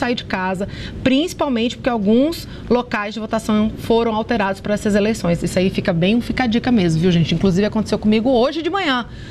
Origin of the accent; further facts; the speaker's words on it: Brazil; Eu só fiquei sabendo hoje, porque eu sou brasileira, também deixei para a última hora